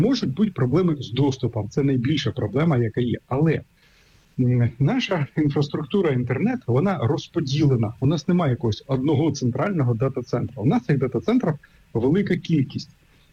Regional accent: Sumy Oblast, Ukraine; наприклад, мою рідну Сумську область

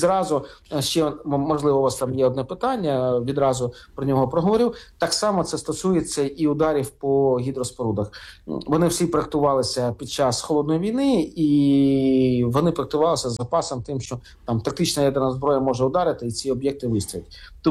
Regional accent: Kharkiv Oblast, Ukraine; це або моя рідна Харківщина, або Чернігівщина, Сумщина, або наш рідний Київ, Київська область.

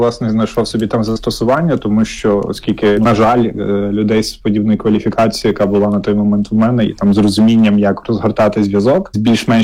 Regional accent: Lviv Oblast, Ukraine; я родом зі Сколівщини, Бойківський край, але я зрозумів, що потрібно зараз всім гуртуватися

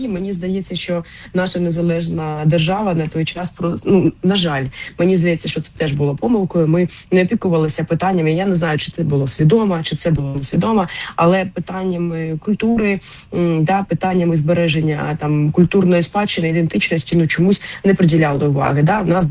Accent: Kharkiv, Kharkiv Oblast, Ukraine; що я ж кажу, що я сама із Харкова, і я ще, ну, жила там геть недалеко від цього будинку, і добре його знаю.

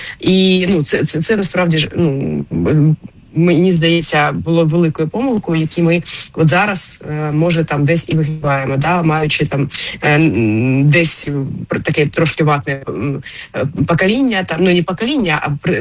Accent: Kharkiv, Kharkiv Oblast, Ukraine; Я сама з Харкова родом. І треба сказати, що коли я в дитинстві

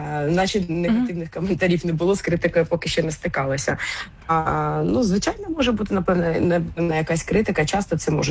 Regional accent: Kharkiv, Kharkiv Oblast, Ukraine; Я сама з Харкова родом

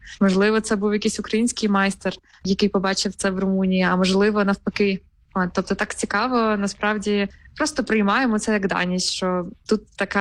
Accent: Chernivtsi Oblast, Ukraine; мені Буковина про дім. От, я, напевно, що і не можу якось так суб'єктивно це оцінити, тому що це моя мала батьківщина.

